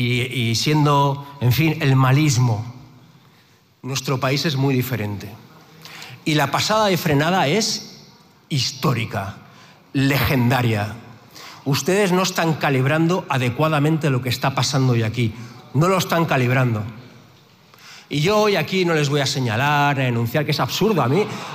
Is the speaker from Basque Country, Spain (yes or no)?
no; Catalonia, Spain; Somos casi 10 millones de personas en Cataluña.